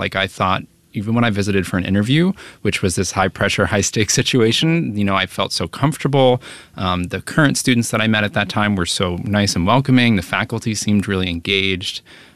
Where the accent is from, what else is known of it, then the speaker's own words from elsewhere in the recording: New Jersey, United States; So I'm from New Jersey. Just outside of New York City in North Jersey.